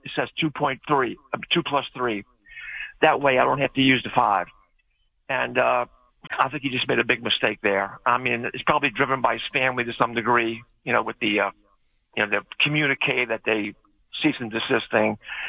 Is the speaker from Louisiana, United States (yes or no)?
yes; New Orleans, Louisiana, United States; I'm from New Orleans. My father was All-American at LSU, so I'm a big LSU fan, okay?